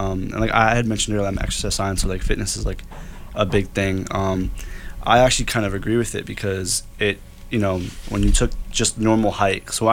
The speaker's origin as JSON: {"language": "English", "town": "New Brunswick", "region": "New Jersey", "country": "United States", "said": "I'm a senior at Rutgers from New Brunswick, New Jersey"}